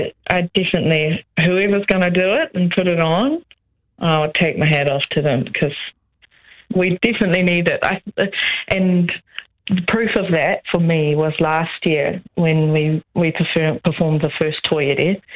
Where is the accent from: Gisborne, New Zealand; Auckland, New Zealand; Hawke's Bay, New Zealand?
Hawke's Bay, New Zealand; Yeah. So I grew up in Hawke's Bay.